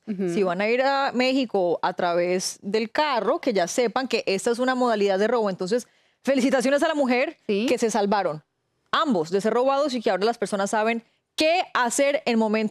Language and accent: Spanish; Ibagué, Tolima, Colombia; Me encanta cuando Alarma TV tiene historias de mi ciudad natal, de Ibagué, que lo adoro con todo corazón